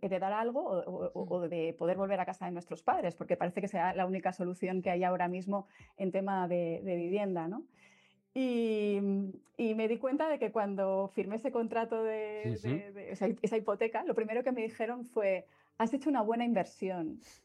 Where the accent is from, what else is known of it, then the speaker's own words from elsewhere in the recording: Balearic Islands, Spain; now in Barcelona, Spain; las múltiples casas en las que he vivido más de 10 en 30 años desde que llegué a Barcelona desde Mallorca.